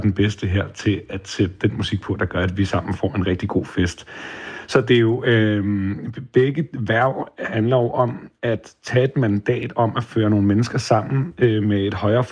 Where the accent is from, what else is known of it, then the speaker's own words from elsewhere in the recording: Allinge, Capital Region of Denmark, Denmark; Eller hvis du tager mig, der stillede mig bag min set-afspiller hjemme i Allinge på Bornholm